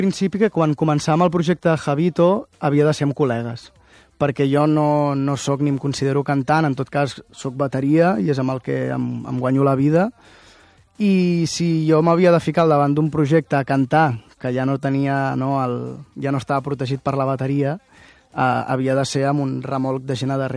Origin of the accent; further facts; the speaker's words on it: Mataró, Catalonia, Spain; also born or lived in Pyrenees; Bueno, soc de Mataró, eh? Vaig estar vivint al Pirineu i al final em van sortir bolos i vaig tornar a Mataró